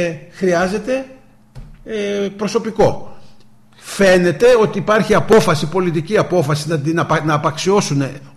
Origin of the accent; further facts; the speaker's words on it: Thebes, Central Greece, Greece; Αγαπάμε τη Θήβα μας